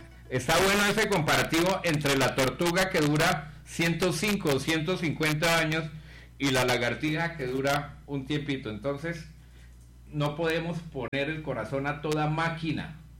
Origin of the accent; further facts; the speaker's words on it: Llanos Orientales, Colombia; mi gente linda, mi familia de San Martín de los Llanos, mi familia por parte materna